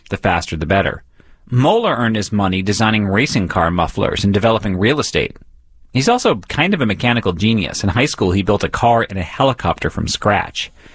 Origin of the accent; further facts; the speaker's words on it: New York, United States; as a New Yorker, we get so little blue sky as it is.